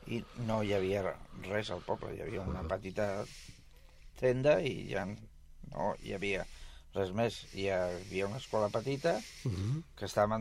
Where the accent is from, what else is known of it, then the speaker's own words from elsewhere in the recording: Cunit, Catalonia, Spain; also born or lived in London; Jo vaig néixer a Londres, o sigui que sóc hijo de la Gran Bretanya.